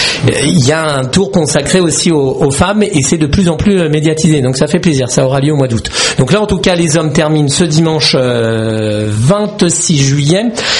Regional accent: France; Finalement, nous, en tant que Français, on la connaît très mal

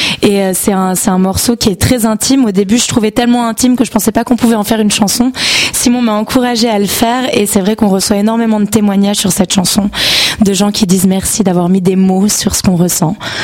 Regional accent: Switzerland; On est arrivés hier soir de la Suisse, oui.

